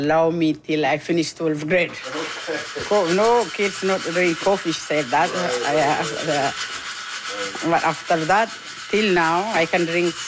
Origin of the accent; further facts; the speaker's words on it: Ethiopia; now in London, Canada; I came from Ethiopia. I'm Ethiopian